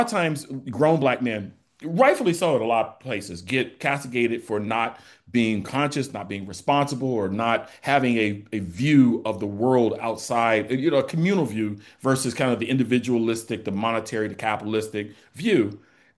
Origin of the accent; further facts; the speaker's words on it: Inglewood, California, United States; I had made an educational leap that was well beyond what I had known growing up in Inglewood, California.